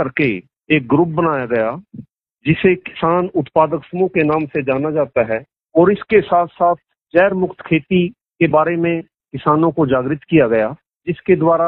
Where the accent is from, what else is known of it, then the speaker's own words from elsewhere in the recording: Sambhli, Haryana, India; district Karnal, गांव सांभली का रहने वाला हूं